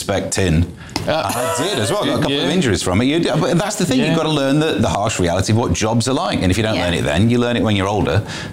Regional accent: Mansfield, East Midlands, United Kingdom; I grew up in Mansfield and, you know, working class background.

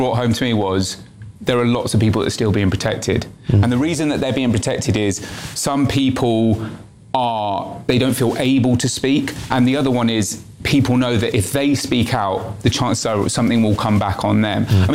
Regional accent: United Kingdom; We're British journalists.

